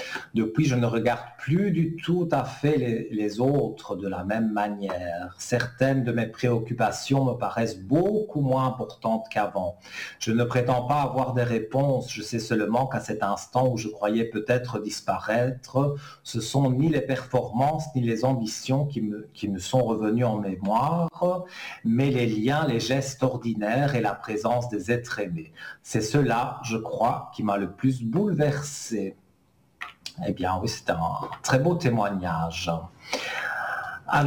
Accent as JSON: {"language": "French", "country": "Italy", "said": "moi je suis pur italien aussi."}